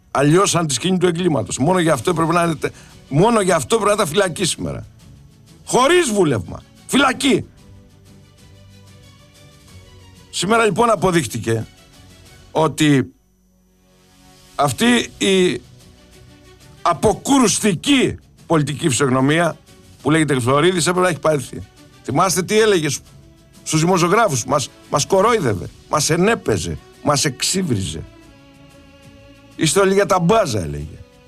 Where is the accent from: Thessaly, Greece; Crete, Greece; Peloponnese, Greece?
Peloponnese, Greece; λόθια που λέγαμε και στο χωριό μου, λόθια, λόθια. Εγώ είμαι αιμοραΐτης.